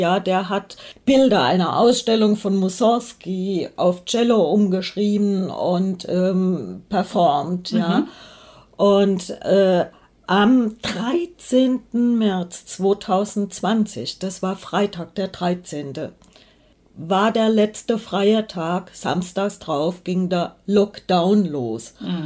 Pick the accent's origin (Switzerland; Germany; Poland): Germany; Hesse; born there; ich stamme ja aus Hessen gebürtig